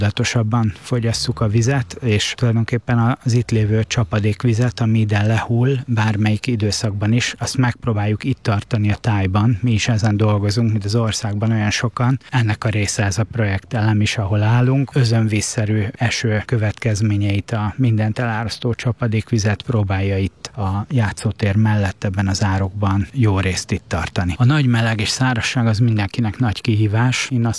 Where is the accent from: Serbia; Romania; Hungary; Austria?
Hungary; Óbuda, Budapest; Igen, én óbudai vagyok, nem mondanám, hogy engem követnek, ez tulajdonképpen már az idők szava.